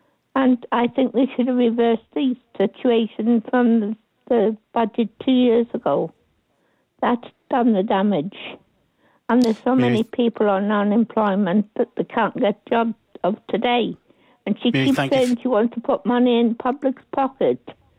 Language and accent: English; Oswestry, West Midlands, United Kingdom; my hometown in Ossetry